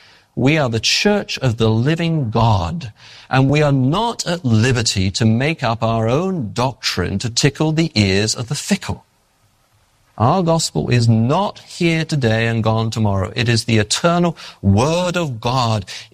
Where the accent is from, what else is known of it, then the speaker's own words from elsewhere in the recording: England, United Kingdom; Now, I'm English. I can get away with these things, right?